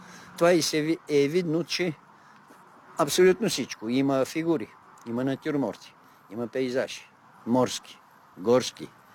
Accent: Dobrich, Dobrich Province, Bulgaria; born there; От град Добрич, там където съм роден. За известно време отсъствах от града по време на моята спортно-състезателна дейност и треньорска дейност, но вече от 30 и повече години си живее в Добрич.

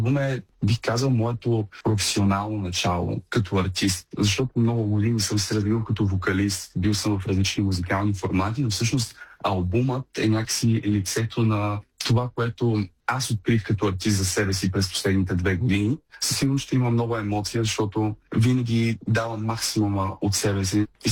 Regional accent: Burgas, Burgas Province, Bulgaria; аз съм си бургазлия, тръгнал съм си от Бургас, от бургаската школа, от бургаското музикално училище и някакси Бургас ми е моя си град, моето място.

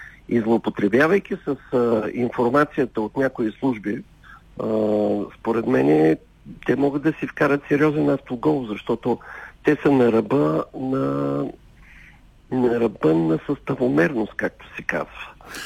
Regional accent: Plovdiv, Plovdiv Province, Bulgaria; На такива хора в моята махала в Пловдив, аз съм израснал в центъра на Пловдив, им казваха типигьози.

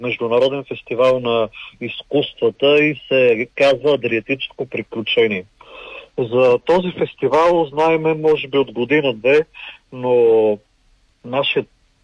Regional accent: Blagoevgrad, Blagoevgrad Province, Bulgaria; може би защото аз като техен ръководител съм от Благоевград и в тази фолклорна област се чувствам най-добре

